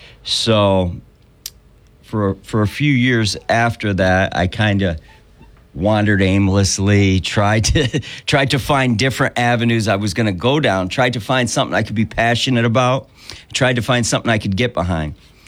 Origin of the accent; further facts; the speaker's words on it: Binghamton, New York, United States; Born and raised in Binghamton, Johnson City area, my whole life.